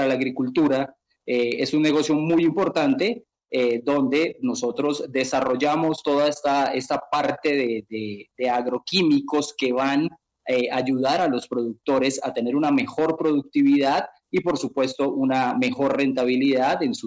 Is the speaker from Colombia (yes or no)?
yes; Colombia; moved away as an adult; now in Mexico City, Mexico; Soy colombiano, sí. Colombiano, viviendo hace algunos años en el exterior.